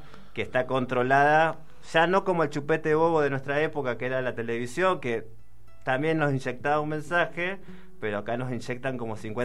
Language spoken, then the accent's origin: Spanish; Moreno, Buenos Aires Province, Argentina; soy de Buenos Aires, soy de Moreno